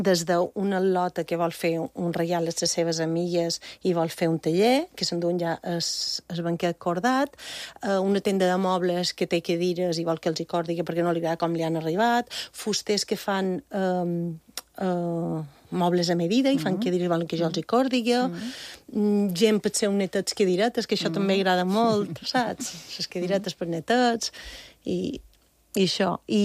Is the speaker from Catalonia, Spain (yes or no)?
no; Bunyola, Balearic Islands, Spain; m'apareix, no he mirat bé, la Fira de Bunyola, del meu poble, que és per Santa Catalina